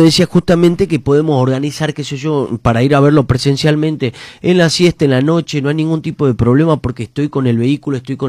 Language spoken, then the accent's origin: Spanish; Salta, Argentina; Vengo de Fort Puceto, Salta.